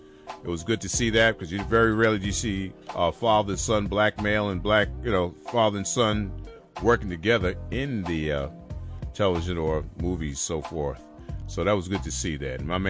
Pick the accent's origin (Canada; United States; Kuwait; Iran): United States; Uniondale, New York; From my hometown, Chill City, Uniondale, You Strong, as we call it now.